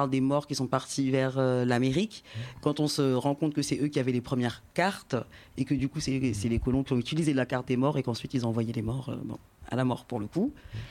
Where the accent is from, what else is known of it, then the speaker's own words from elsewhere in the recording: Haiti; c'est un documentaire que j'ai regardé sur Haïti, sur l'histoire d'Haïti, pour le coup, je suis haïtienne, et il m'a fait pleurer.